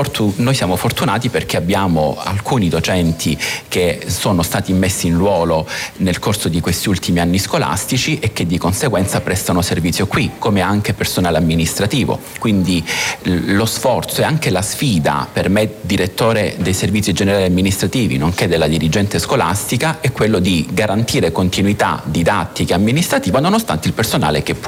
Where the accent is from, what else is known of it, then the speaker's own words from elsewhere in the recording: Calabria, Italy; now in Amatrice, Italy; sono calabrese